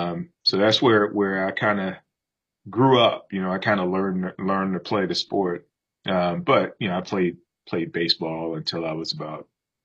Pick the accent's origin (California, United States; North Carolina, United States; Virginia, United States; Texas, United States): Virginia, United States; Hampton; I grew up in Hampton, Virginia. And spent the younger part of my life living in the Phoebus area of Hampton, where everything we played on the street.